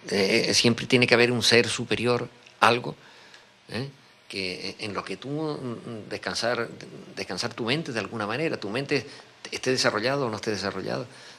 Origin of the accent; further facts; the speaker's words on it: La Laguna, Canary Islands, Spain; No, yo soy canario 100%, a pesar de que... De lo que hemos hablado, de que parezco un lagunero renegado porque no vivo en la laguna. Mi laguna no me la puede quitar nadie, la tengo en el alma, ¿no?